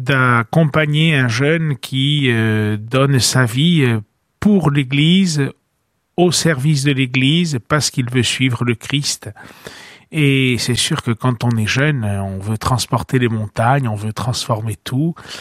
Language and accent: French; Vescovato, Corsica, France; also born or lived in Porto-Vecchio; j'ai grandi à Vinsolasque, mais par mon père, je suis Bastiais.